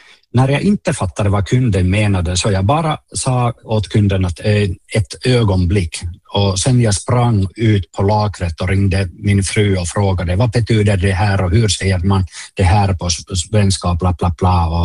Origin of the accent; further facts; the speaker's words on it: Oulu, North Ostrobothnia, Finland; Swedish is a second language; now in Sweden; Att jag sa direkt att hej, att jag är från Uleåborg. Som ni hör, så jag kan inte prata svenska ordentligt, men jag håller på att lära mig.